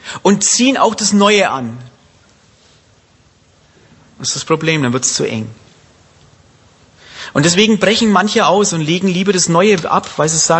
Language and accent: German; Bavaria, Germany; Man merkt auch, man muss als Franke essen wir gern Klöße, ne? Ich weiß nicht, was man hier gern isst, aber bei uns essen wir gern Klöße.